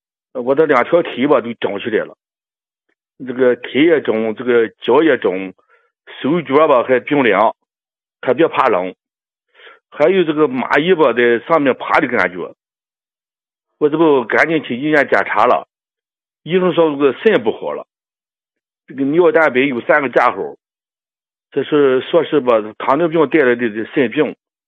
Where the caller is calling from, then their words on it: Qingdao, Shandong, China; 王老师，我是山东青岛的老朋友了。